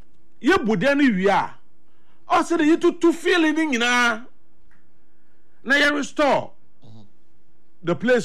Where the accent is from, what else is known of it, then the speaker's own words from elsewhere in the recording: Cape Coast, Central Region, Ghana; born there; You know, I was born in Cape Coast.